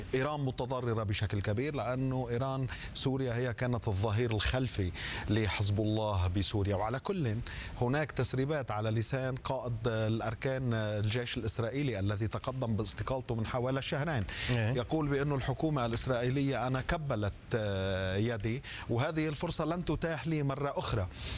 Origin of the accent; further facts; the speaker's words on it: Lebanon; أنا كلبناني وكمراقب لبناني وصحفي لبناني أعرف بصمات البعث.